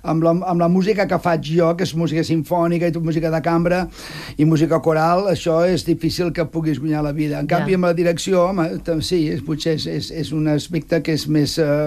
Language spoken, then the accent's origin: Catalan; Catalonia, Spain; tothom sap de que sóc català.